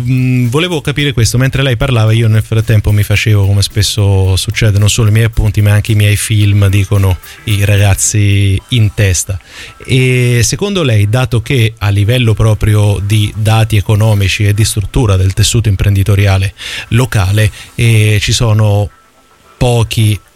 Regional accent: Marche, Italy; lo dico non solo come marchigiano ma anche come studioso di economia

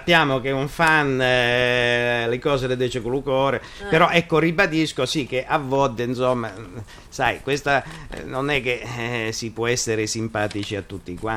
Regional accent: Giulianova, Abruzzo, Italy; accent: Giulianova dialect

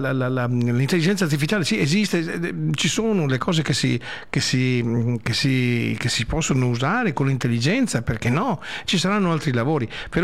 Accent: Brugine, Veneto, Italy; born there; sono nato in provincia di Padova, a Brugine

